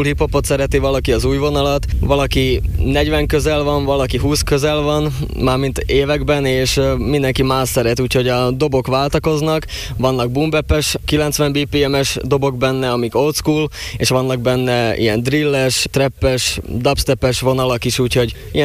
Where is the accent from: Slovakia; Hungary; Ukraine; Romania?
Slovakia; Nové Zámky, Nitra Region; ez itt Újvár, tehát Érsekújvár, onnan származom, ott nőttem fel, ott születtem